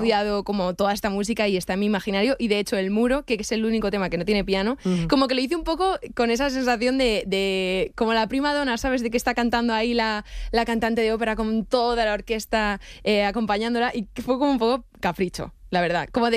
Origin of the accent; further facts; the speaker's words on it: Madrid, Community of Madrid, Spain; Pero yo sí, soy madrileña.